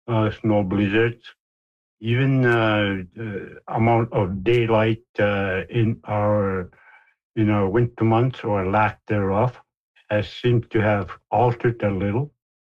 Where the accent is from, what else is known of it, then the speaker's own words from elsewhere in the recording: Pangnirtung, Nunavut, Canada; moved away as an adult; now in Grise Fiord, Canada; Well, I've been living here for just over 30 years. I'm originally from Pang